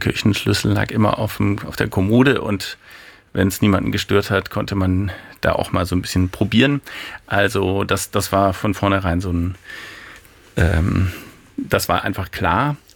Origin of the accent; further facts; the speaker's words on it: Esslingen, Baden-Württemberg, Germany; Das war in Esslingen, wo ich aufgewachsen bin, am Neckar, konnte man alles ganz gut bekommen